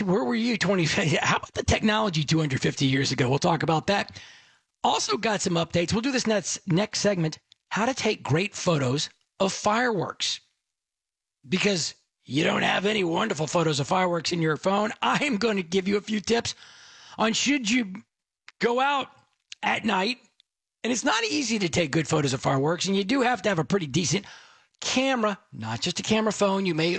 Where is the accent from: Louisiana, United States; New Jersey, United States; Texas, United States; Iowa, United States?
Texas, United States; Dallas; I grew up in Dallas